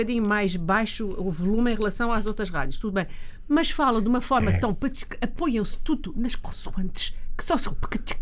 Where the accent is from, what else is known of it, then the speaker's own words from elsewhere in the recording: Alentejo, Portugal; Eu sou alentejana